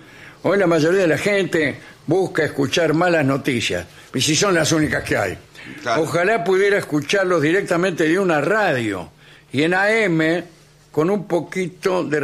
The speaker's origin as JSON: {"language": "Spanish", "town": "Cádiz", "region": "Andalusia", "country": "Spain", "moved": "yes", "lives_now": "Salta, Argentina", "said": "de Cádiz, España. Vivo hace 20 años en Salta."}